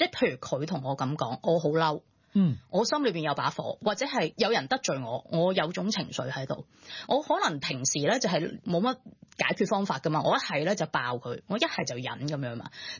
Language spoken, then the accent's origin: Cantonese; China; 其實我覺得 S 咧同一啲我哋中國人一啲傳統嘅哲學咧，其實係好似嘅。